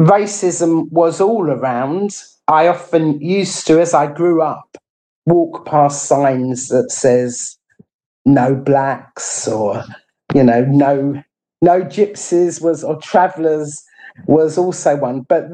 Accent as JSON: {"language": "English", "country": "Antigua & Barbuda", "tie": "born there", "said": "I was born in the sunny Caribbean island of Antigua to a Dominican father and a Jewish mother. And my story is that my father came to the UK in about"}